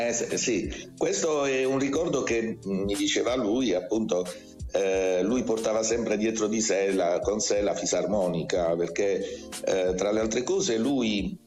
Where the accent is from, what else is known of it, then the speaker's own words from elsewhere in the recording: Massafra, Apulia, Italy; Ho fatto delle ricerche su di lui qui nel mio paese, Massafra.